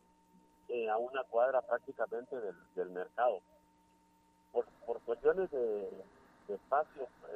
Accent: Mixco, Guatemala Department, Guatemala; born there; now in San Miguel Petapa, Guatemala; soy de Misco, ahí nací.

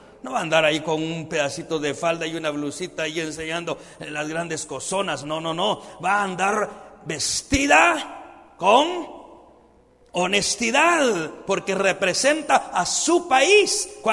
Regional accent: Guatemala; nuestro lindo país de Guatemala

